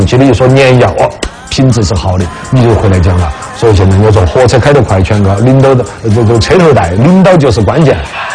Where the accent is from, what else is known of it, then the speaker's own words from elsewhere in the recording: China; 这个也是我们中国人老话